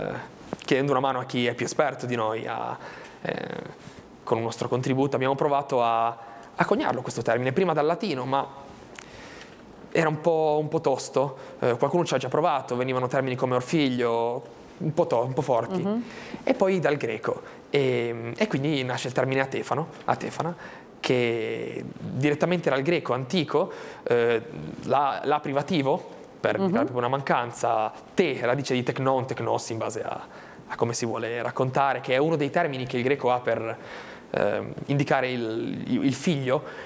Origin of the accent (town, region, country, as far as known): Albenga, Liguria, Italy